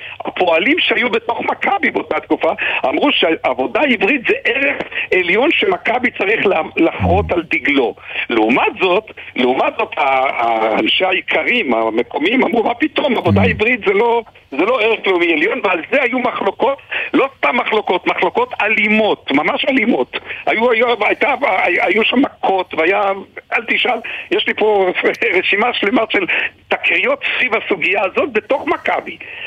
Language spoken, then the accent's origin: Hebrew; Haifa, Haifa District, Israel; אני חיפאי, ואני חוטף מאוד.